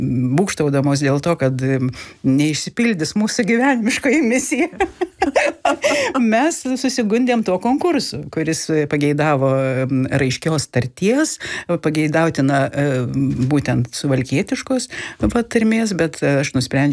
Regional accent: Skaudvilė, Tauragė County, Lithuania; Žinai, iš Viduklės, aš iš Skaudvilės.

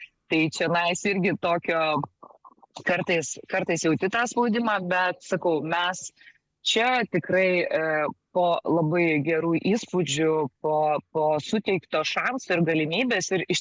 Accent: Vilnius, Vilnius County, Lithuania; moved away as an adult; now in Klaipėda, Lithuania; aš pati esu Vilnietė iš tikrųjų ir kai išvažiavau gyventi Klaipėdą

